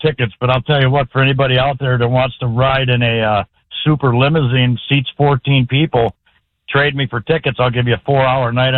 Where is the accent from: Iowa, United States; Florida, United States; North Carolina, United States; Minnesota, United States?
Minnesota, United States; I'm from Minnesota. I bleed purple, sir.